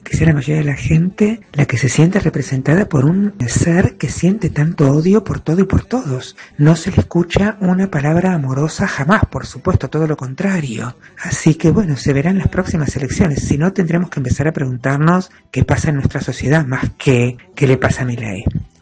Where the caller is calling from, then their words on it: Villa Luro, Buenos Aires, Argentina; de Villaluro